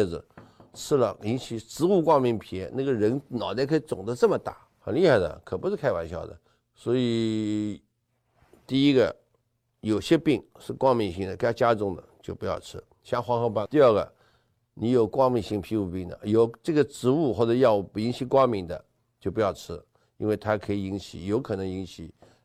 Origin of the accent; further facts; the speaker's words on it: China; 我们中国人吃药不但看说明书